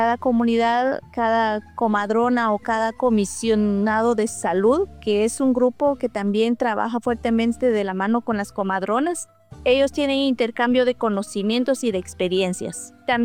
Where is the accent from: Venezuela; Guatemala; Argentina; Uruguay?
Guatemala; first language Q'eqchi'; Tenemos una planta que nosotros en nuestro dialecto aquí en esta región que se habla Ekchi, se llama Tiekualba.